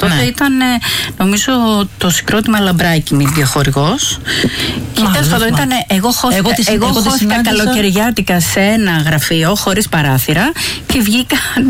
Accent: Athens, Attica, Greece; Είμαστε Βέρες Αθηνές. Γεννήθηκαν και εδώ οι γονείς μας και οι μισοί παππούδες μας. Οι άλλοι μισοί ήρθαν από την Κωνσταντινούπολη.

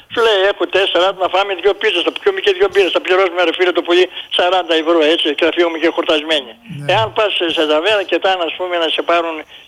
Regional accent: Thessaly, Greece; στο χωριό μου εκεί πέρα

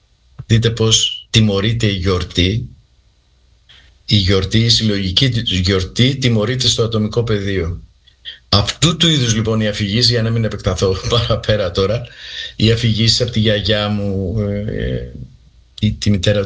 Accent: Crete, Greece; now in Cyprus; Απ' την άλλη μεριά είμαι από την Κρήτη, η καταγωγή μου είναι από την Κρήτη. Κουβαλάω κι εγώ όλο το συλλογικό τραύμα από την ανάγκη της ένωσης της Κρήτης με τη μητέρα πατρίδα

